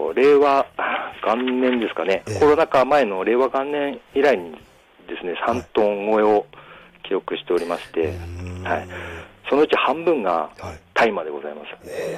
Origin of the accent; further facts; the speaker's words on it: Hakodate, Hokkaido, Japan; 私はもう函館出身で、今、まあ、函館で仕事させてもらっているという